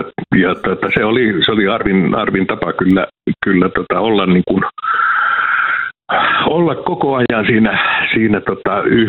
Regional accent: Savonia, Finland

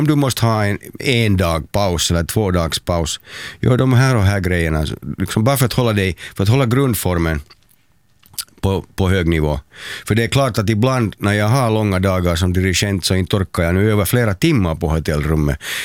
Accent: Helsinki, Uusimaa, Finland; Det är samma bostad där jag växte upp sedan jag var 5.

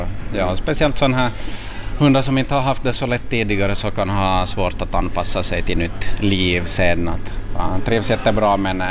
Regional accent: Vaasa, Ostrobothnia, Finland; also born or lived in Italy; och mamma från Vasa. Jag levde några år i Italien också när jag var liten, men största delen av livet har jag vuxit upp ändå här i Finland och i Vasa just.

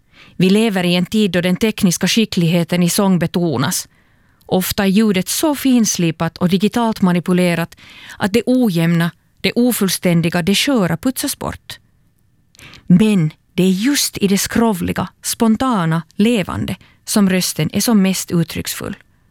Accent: Turku, Southwest Finland, Finland; från Åbo och tänkte berätta om vilken roll psalmen … haft för mig.

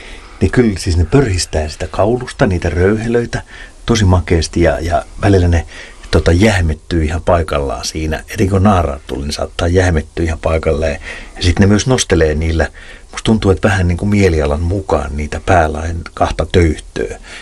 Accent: Pori, Satakunta, Finland; Mä muistan 80-luvulla, niin kun mä olen Porista kotoisin, niin siellä oli vielä suokukkoja soittimia, ja niitä pesi siellä rantaniityllä.

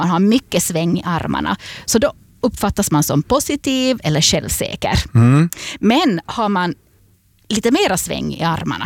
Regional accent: Finland; Som finländare spanar man ju inte för mycket, för då kan det ju hända att de kommer och sätter sig bredvid en.

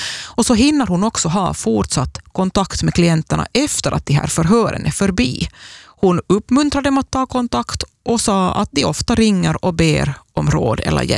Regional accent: Ostrobothnia, Finland; Både du och jag är ju österbottningar

